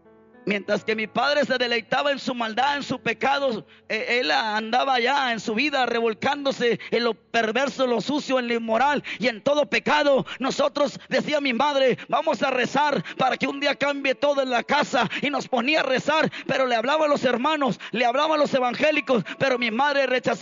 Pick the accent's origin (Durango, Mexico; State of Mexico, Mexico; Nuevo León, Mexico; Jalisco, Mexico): Nuevo León, Mexico; Monterrey; Tu servidor es regio, soy regio montano, soy de Monterrey. Nací en el año de 1972 en la colonia Morelos. Mis padres se reubicaron en la colonia Central. Después mi padre me llevó a la colonia Ferrocarrilera.